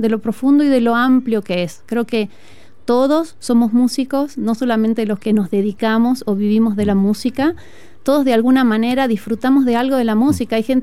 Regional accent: San Miguel de Tucumán, Tucumán, Argentina; now in Chile; yo soy del norte de Argentina.

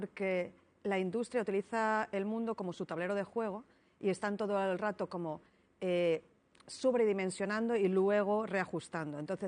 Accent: Spain; en España, de donde yo soy.

